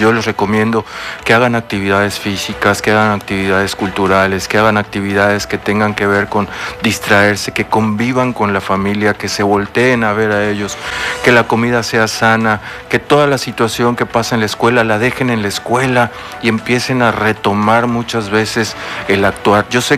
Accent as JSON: {"language": "Spanish", "region": "Campeche", "country": "Mexico", "said": "Retomar esto es poder tomar conciencia como campechanos, como mexicanos, como ciudadanos"}